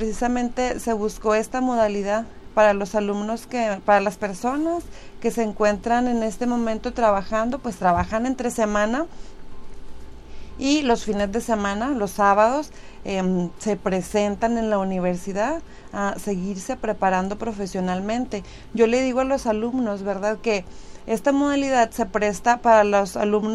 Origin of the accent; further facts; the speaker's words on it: Múzquiz, Coahuila, Mexico; para quienes somos de aquí de Musquis, pues ya conocemos exactamente dónde está la ubicación